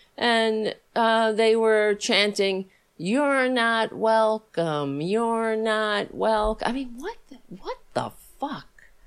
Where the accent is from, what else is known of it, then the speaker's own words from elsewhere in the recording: New York City, New York, United States; I grew up on Staten Island